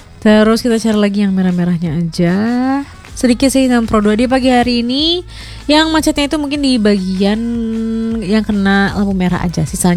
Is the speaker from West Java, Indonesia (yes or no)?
yes; Bandung, West Java, Indonesia; Gue orang Bandung aja belum pernah nyoba Roti Merak